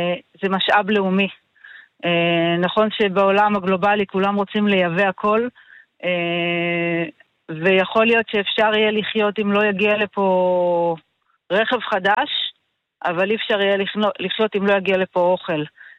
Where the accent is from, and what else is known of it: Southern Israel, Israel